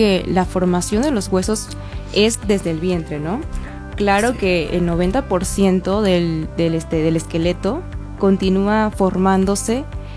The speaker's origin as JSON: {"language": "Spanish", "town": "Zimapán", "region": "Hidalgo", "country": "Mexico", "said": "yo soy de Zimapán. Estudié en la Universidad Autónoma, igual, en Pachuca, en ICSA. Entonces ya me gradué hace unos 3 años y desde entonces pues he estado dando consultas aquí en Zimapán."}